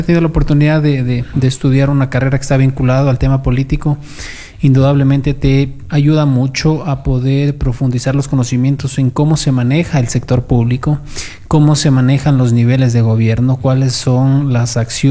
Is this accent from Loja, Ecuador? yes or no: yes; Quinara, Loja, Ecuador; mi parroquia de Quinara, yo soy nacido en Quinara.